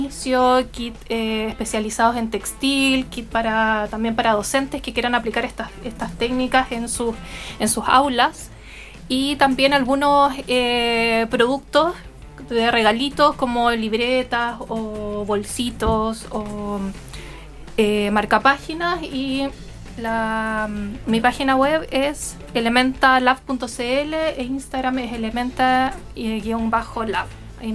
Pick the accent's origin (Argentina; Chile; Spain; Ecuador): Chile; Coquimbo; nuestro territorio tan bonito que tenemos, nuestra cuarta región.